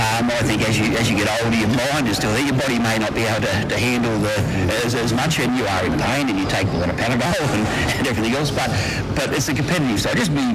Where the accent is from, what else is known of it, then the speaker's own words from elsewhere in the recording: Sydney, New South Wales, Australia; also born or lived in Sutherland; I grew up at Rockdale, went to Rockdale Primary School, and I went to Hurstville Boys High.